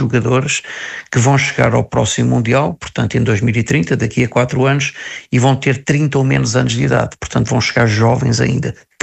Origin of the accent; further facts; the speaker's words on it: Lisbon, Portugal; now in Braga, Portugal; Eu sou nado em Braga, de facto não sou criado em Braga, eu cresci em Lisboa, mas voltei para Braga e vivo aqui há muitos anos, e é a minha cidade e a cidade da minha família.